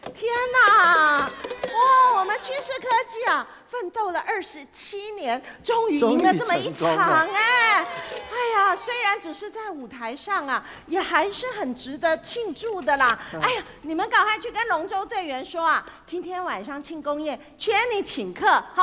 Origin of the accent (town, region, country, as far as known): Taiwan